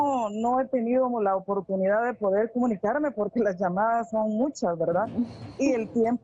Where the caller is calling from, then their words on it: Zacapa, Guatemala; Llamo de Guatemala, del oriente del país, que es Zacapa.